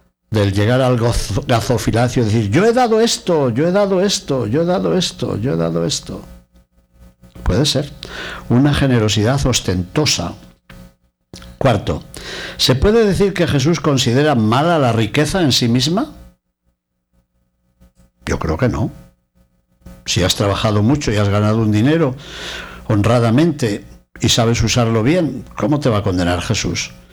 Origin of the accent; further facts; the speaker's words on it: Spain; en Toledo, en mi tierra, en España